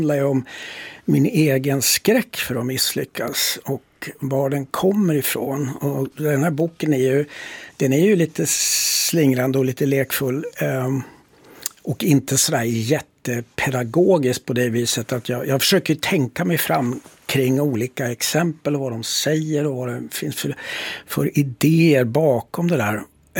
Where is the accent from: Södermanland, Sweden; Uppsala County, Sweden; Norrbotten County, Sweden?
Norrbotten County, Sweden; Så att det utifrån de människor som där jag kommer ifrån